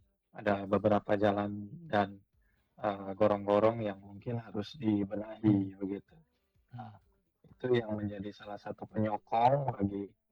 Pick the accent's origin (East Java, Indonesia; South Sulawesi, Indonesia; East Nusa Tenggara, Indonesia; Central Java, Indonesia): East Nusa Tenggara, Indonesia; Kupang; saya lahir dan besar di Kota Kupang.